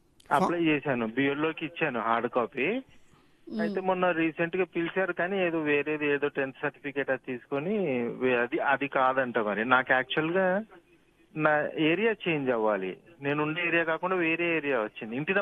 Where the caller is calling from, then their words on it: Hyderabad, Telangana, India; హైదరాబాద్ చింతల నుండి.